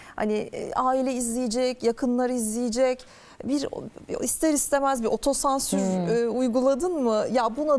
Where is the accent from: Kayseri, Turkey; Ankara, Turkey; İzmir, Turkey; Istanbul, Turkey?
Ankara, Turkey; Ankaralıyım.